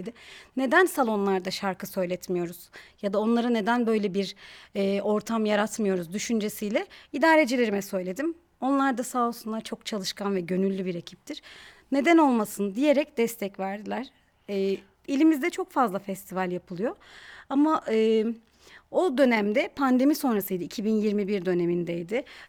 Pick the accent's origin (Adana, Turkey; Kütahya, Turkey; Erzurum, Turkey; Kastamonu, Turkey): Kütahya, Turkey; Evet, Pamukkale Üniversitesi'nden mezunum. Aynı zamanda Kütahyalıyım.